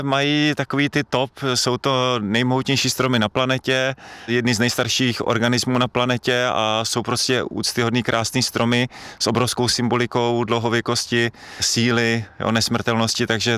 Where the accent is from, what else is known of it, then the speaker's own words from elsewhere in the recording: Brno, South Moravian Region, Czechia; já pocházím z Brna Ivanovic